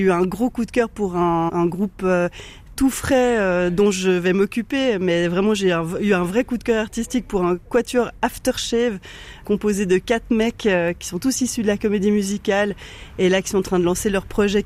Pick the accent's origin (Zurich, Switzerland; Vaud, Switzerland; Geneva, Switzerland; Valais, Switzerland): Vaud, Switzerland; Échandens; also born or lived in Morges; j'ai grandi à Échandon, puis j'ai fait mes écoles à Morges, d'Anges, donc je suis vraiment dans le coin là. Depuis longtemps.